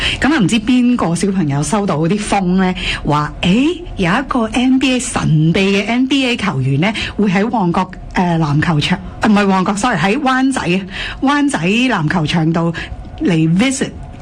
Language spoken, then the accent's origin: Cantonese; Hong Kong; 原来我喺香港出世，喺香港 grow up，